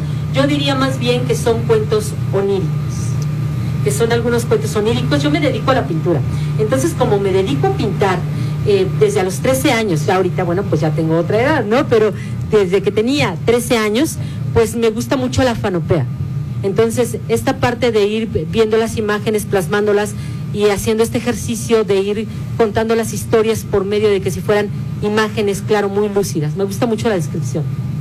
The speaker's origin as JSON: {"language": "Spanish", "region": "Mexico City", "country": "Mexico", "tie": "born there", "also_born_or_lived": "Oaxaca", "said": "Yo soy, oaxaqueña, ¿no? Nacida en la Ciudad de México, de padre oaxaqueño, madre también oaxaqueña adoptiva."}